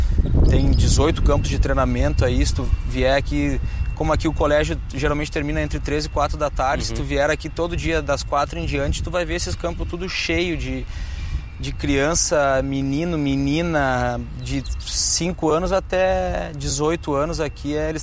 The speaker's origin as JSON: {"language": "Portuguese", "region": "Rio Grande do Sul", "country": "Brazil", "said": "até porque eu sou de lá, né? Eu sou gaúcho, sim, então as minhas raízes, a minha família tá toda lá"}